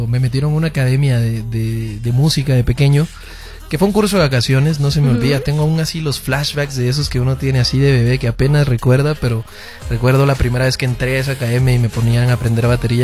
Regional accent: Guatemala City, Guatemala Department, Guatemala; Yo soy originario de Guatemala, de la zona 5 de Guatemala.

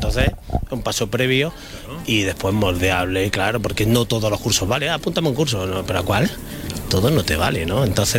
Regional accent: Úbeda, Andalusia, Spain; Yo soy pues más de Úbeda que los chicos Morcilla. Llevo Jaén por bandera.

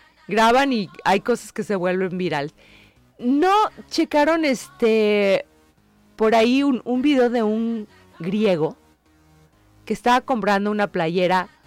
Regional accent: Mexico; Así somos los mexicanos.

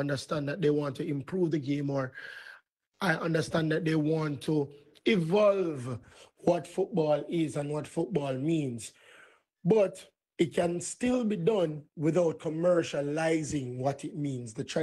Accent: Jamaica; from Jamaica.

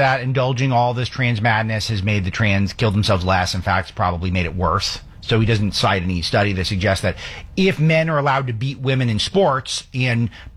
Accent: California, United States; born or raised there

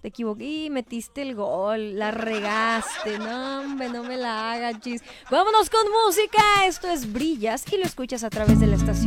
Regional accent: Mexico; pero que la usamos en nuestro día a día, ya la adoptamos, como buenos mexicanos.

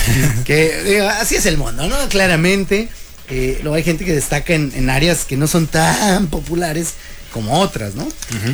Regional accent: Mexico; a los mexicanos somos muy serios.

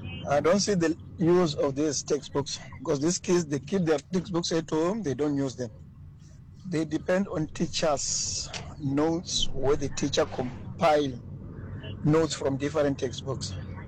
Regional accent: Langa, Western Cape, South Africa; Good afternoon. … from Langa.

